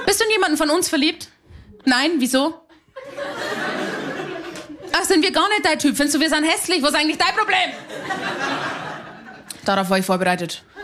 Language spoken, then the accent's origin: German; Bavaria, Germany; Meine Leitung war sehr lang, weil ich bin aus Hanau bei Simbach bei Landau in der Isar. Da gibt's sowas nicht. Das Queerste, was wir haben bei uns im Dorf, sind die Geschichten über den Nachbarort.